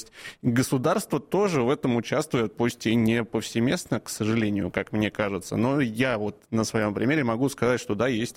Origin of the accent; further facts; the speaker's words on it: Moscow Oblast, Russia; Я вырос в Подмосковье, и меня родители отправили бесплатно заниматься гандболом в спортшколу Олимпийского резерва в моем городе.